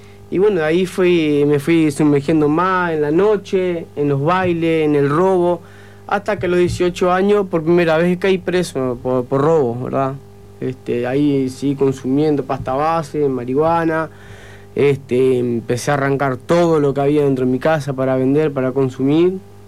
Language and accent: Spanish; Salto, Uruguay; Nosotros somos, soy Ciudad de Salto, vivo con mis 7 hermanos, entre hermanas.